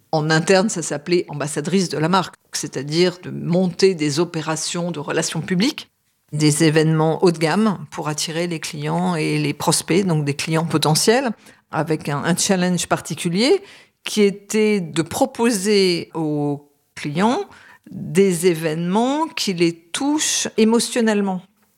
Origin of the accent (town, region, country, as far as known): Lille, Hauts-de-France, France; born there; also born or lived in Paris